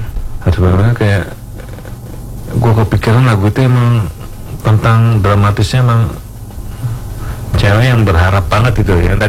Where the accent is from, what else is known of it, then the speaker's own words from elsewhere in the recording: Jakarta, Indonesia; born there; Gue sih emang orang Jawa, bapak ibu gue Jawa. Ibu Solo, bapak Jember. Cuma gue lahir di Jakarta, jadi Betawi, jadi Betokau ya.